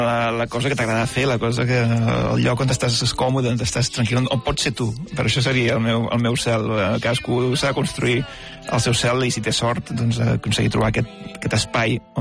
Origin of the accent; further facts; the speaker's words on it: Catalonia, Spain; first language Catalan; Sí, els dos som catalans, la meva dona també és catalana.